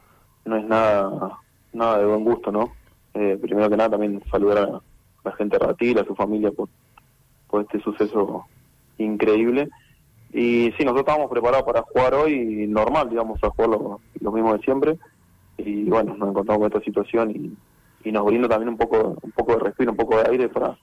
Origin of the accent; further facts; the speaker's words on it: Comodoro Rivadavia, Chubut, Argentina; Nosotros somos todos de Comodoro